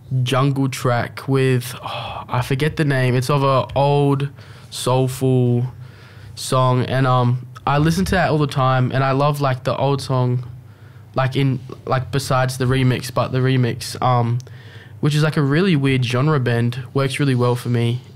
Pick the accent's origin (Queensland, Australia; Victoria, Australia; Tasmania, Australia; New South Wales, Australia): Victoria, Australia; Melbourne; I grew up in Melbourne